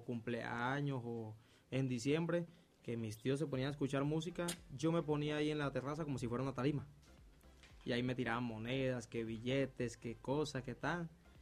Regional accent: Cartagena, Bolívar, Colombia; born there; now in Cúcuta, Colombia; yo soy de Cartagena, entonces, para los que no saben, yo soy de Cartagena, pero pues mi papá es de acá de Cúcuta, ya vivo acá en Cúcuta hace más de 8 años, 9 años aproximadamente.

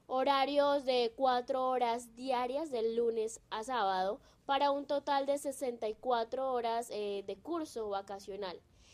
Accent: Colombia; nosotros, como buenos colombianos, nuevamente tenemos la fe intacta

